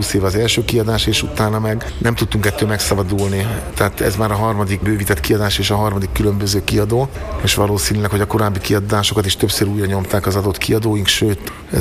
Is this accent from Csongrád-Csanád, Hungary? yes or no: yes; Szentes, Csongrád-Csanád, Hungary; born there; akkor meg ugyanabban a városban születtünk Szentesen pár évkor különbséggel, ami azt jelenti, hogy a családjaink ismerték egymást